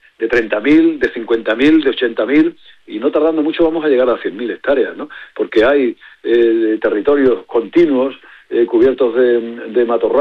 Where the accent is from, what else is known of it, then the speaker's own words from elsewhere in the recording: Extremadura, Spain; en León, en Zamora, en Ourense y en Cáceres, en mi tierra